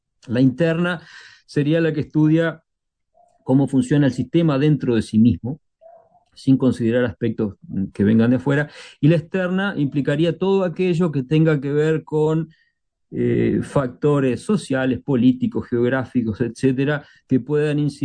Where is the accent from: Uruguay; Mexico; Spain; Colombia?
Uruguay